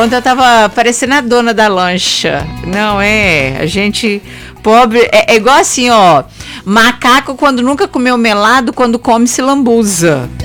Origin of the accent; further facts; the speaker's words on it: Minas Gerais, Brazil; now in Cuiabá, Brazil; Eu tô aqui em Cuiabá há muitos anos, né? Mas eu sou mineira